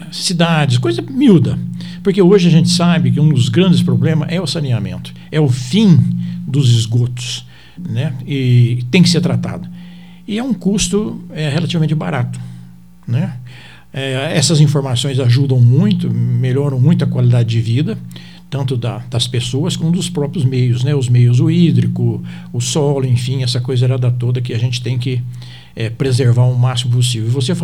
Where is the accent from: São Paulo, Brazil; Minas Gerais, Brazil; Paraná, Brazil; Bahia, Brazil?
São Paulo, Brazil; Caconde; now in Espírito Santo do Pinhal, Brazil; eu sou natural de Caconde, nascido em Caconde, mas desde 1972 que eu estou em Espírito Santo do Pinhal.